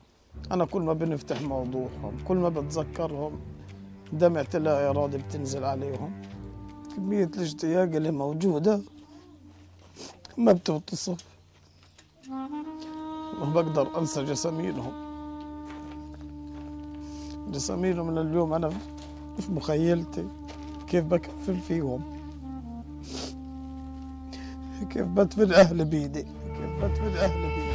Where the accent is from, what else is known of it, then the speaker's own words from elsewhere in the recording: Palestine; احنا كفلسطينيين عنا العزيمة وعنا القوة إنه نرجع نبدأ حياتنا من جديد